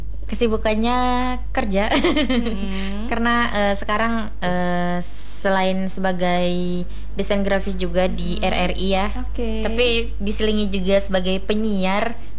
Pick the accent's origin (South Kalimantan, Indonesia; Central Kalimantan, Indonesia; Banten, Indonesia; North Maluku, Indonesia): Central Kalimantan, Indonesia; Nah, kalau aku kan kayak lebih ke daerah Seruyan ya, Kak.